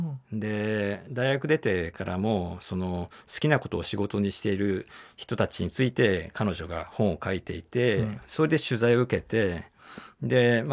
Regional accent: Hachioji, Tokyo, Japan; 僕は東京の八王子出身なんですけども、今の八王子じゃなくて、昔の八王子って本当に田舎だったんですよ。だからもうそこら中、もう山とか林、川、田んぼがあって

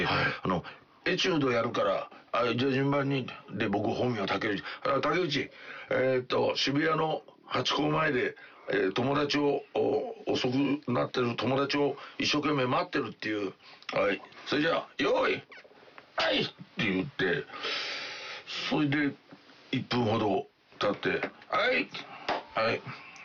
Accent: Toyama, Japan; moved away as an adult

